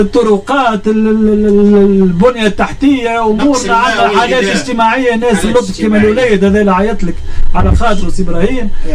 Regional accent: Tunisia; احنا بلاد تونسيه

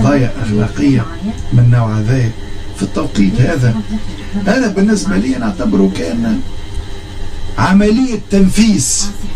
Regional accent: Tunisia; عندنا في تونس التوانسه

